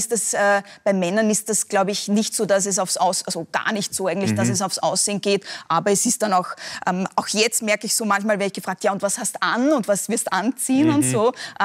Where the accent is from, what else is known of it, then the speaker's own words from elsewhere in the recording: Austria; Also 2022 dann der Ukraine-Krieg, die Teuerungskrise bei uns in Österreich dann.